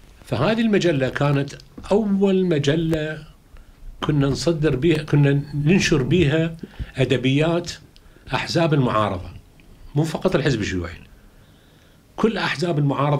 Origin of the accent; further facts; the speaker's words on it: Iraq; moved away as an adult; إحنا مرينا بها كعراقيين